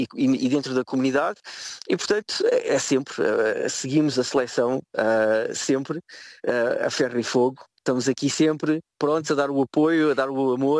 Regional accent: Portugal; now in South Africa; nós somos portugueses

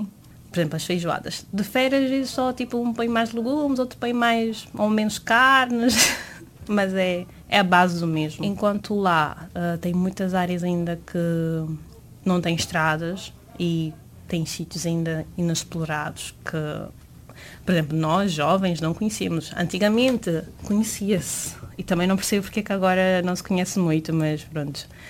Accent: Guinea-Bissau; born or raised there; moved away as an adult; now in Portugal

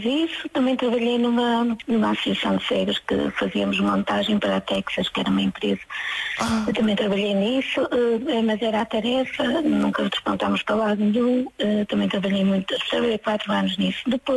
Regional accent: Vila do Conde, Porto, Portugal; now in Viseu, Portugal; Eu nasci em Vila de Conde, numa aldeia ali perto de, pronto, de mais para o lado da Maia, fiquei entre a Trofa.

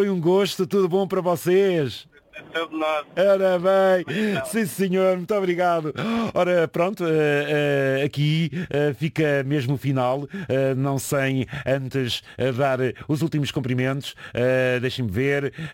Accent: Lisbon, Portugal; born there; Eu nasci em Lisboa.

